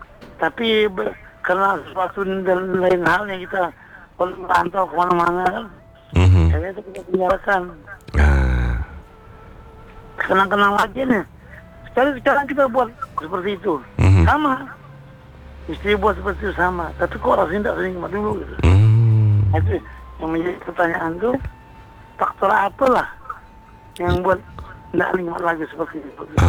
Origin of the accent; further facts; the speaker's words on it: West Kalimantan, Indonesia; Kampung saya kampung Olong kan enggak asli lagi sekarang. Komplet perumahan beli di mana-mana, kan lah jadi kota kabupaten kan?